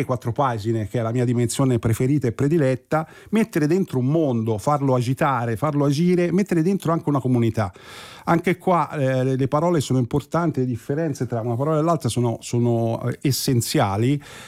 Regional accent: Pisa, Tuscany, Italy; io sono pisano

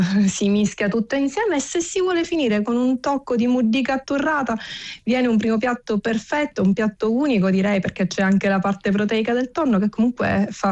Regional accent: Sicily, Italy; Però io, da buona siciliana, se parlate di granita penso solo alla granita alle mandorle con la brioche

